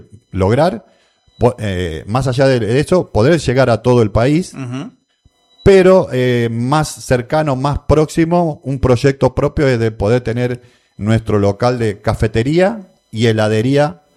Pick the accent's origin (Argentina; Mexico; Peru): Argentina; Buenos Aires; Porque, como vengo de Buenos Aires, mi visión es que la ganancia nace en la cantidad.